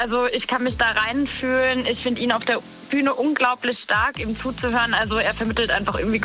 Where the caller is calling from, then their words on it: Germany; Ich komme aus Friedstadt.